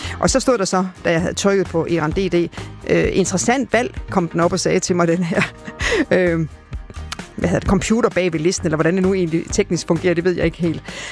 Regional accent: Vejle, Region of Southern Denmark, Denmark; born there; moved away; den hørte jeg rigtig meget af min ungdom tilbage i Vejle.

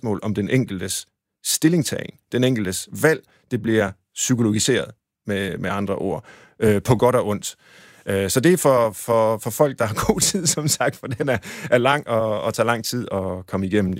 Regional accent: Tjørring, Central Denmark Region, Denmark; born or raised there

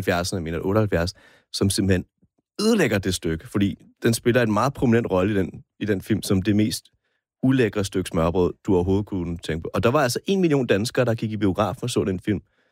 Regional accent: Copenhagen, Capital Region of Denmark, Denmark; Og så er jeg jo selv, jeg bor på Nørrebro. Mm. Den er jo opfundet i mit kvarter. Lige to gader fra, hvor jeg er fra.

